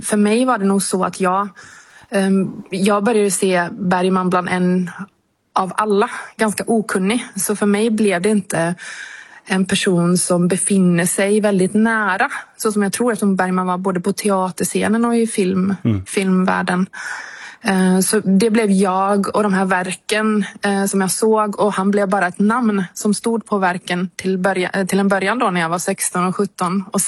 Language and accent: Swedish; Borås, Västra Götaland County, Sweden; now in Norway; jag är född och uppvuxen i Borås och jag är ju sverigefinsk.